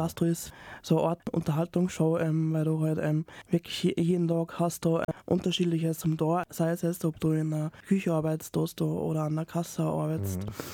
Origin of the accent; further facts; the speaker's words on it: Salzburg, Austria; also born or lived in Taxham; Ich bin in Salzburg-Liefering aufgewachsen, habe die Vorschule und die erste Klasse in Liefering bestritten. Dann sind wir umgezogen in Daxam